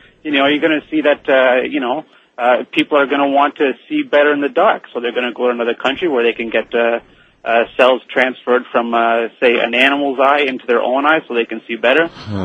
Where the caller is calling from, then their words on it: Toronto, Ontario, Canada; I'm calling from Toronto, Ontario.